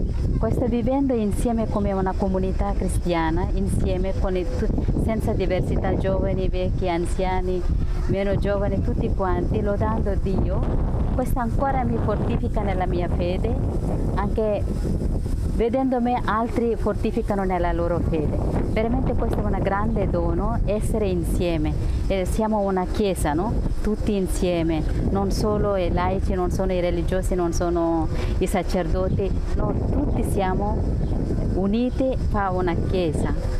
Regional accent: India; moved away as an adult; now in Italy; vengo dall'India, appartengo alla congregazione di figlie di San Camillo. E qua in Italia da 12 anni, 18 anni.

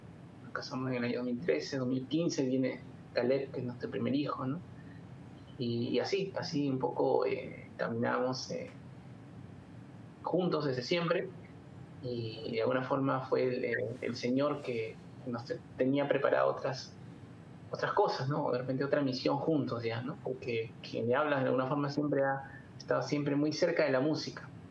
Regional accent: Trujillo, La Libertad, Peru; moved away as an adult; now in Lima, Peru; Nosotros somos de Trujillo, una ciudad del norte del Perú. Por trabajo tuvimos que viajar acá, bueno, a Lima, Perú.

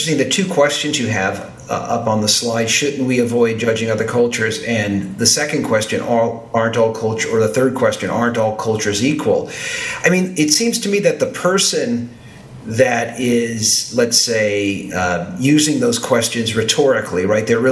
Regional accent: United States; as an American who was used to people lining up to communion in an orderly fashion

